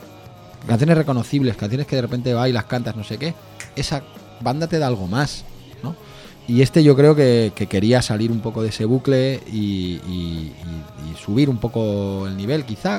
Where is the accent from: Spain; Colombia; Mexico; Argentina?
Spain; Somos españoles